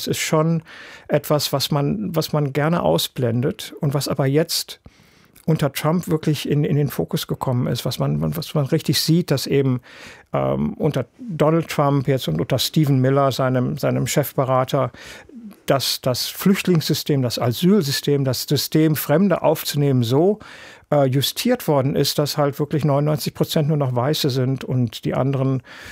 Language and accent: German; Germany; moved away as an adult; also born or lived in New York, United States; now in Hamburg, Germany; wir als Deutsche